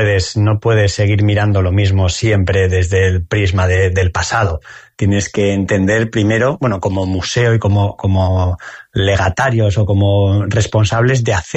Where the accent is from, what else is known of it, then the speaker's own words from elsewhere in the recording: San Sebastián, Basque Country, Spain; Yo soy donostiarra